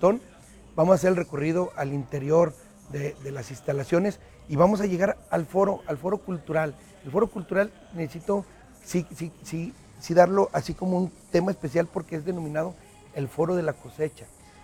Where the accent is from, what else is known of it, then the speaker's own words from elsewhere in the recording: Fresnillo, Zacatecas, Mexico; Él te puede asegurar que somos de Fresnillo.